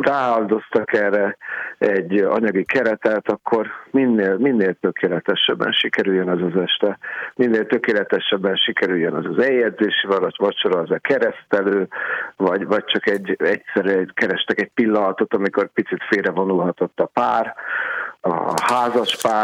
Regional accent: Budapest, Hungary; de Móricz Zsigmond körtér mellett nőttem fel, és ott a Gellért szállodában nagyon sok izgalmas autót láttam

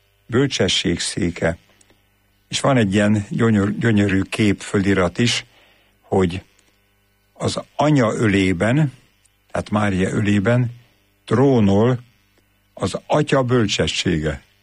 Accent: Great Hungarian Plain, Hungary; és én Alföldről származom

